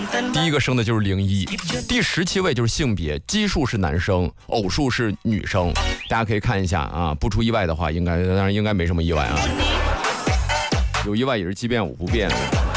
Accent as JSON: {"language": "Chinese", "town": "Nangong", "region": "Hebei", "country": "China", "tie": "born or raised there", "said": "我老家是邢台南宫的"}